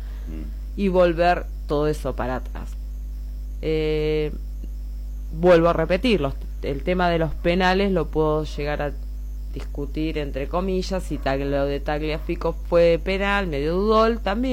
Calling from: Argentina

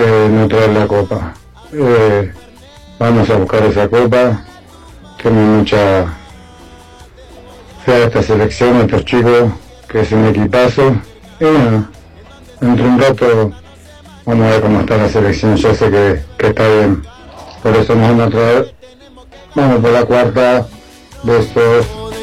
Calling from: Merlo, Buenos Aires Province, Argentina; de Merlo.

